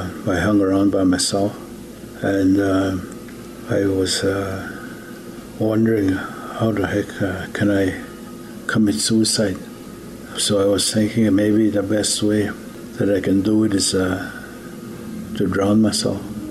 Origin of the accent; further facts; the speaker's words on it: Norway House, Manitoba, Canada; I'm a Cree from Norway House. I attended Cross Lake Residential School, Catholic school, in 1953